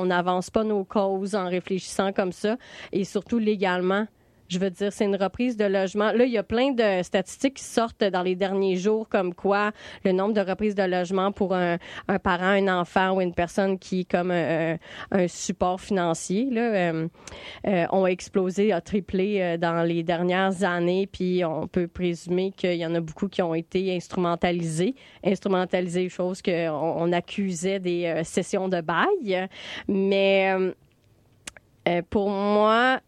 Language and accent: French; Trois-Rivières, Quebec, Canada; born there; now in Montreal, Canada; moi, je suis née à Trois-Rivières, puis quand je suis arrivée à Montréal, puis je disais que j'habitais dans Hochelaga Maisonneuve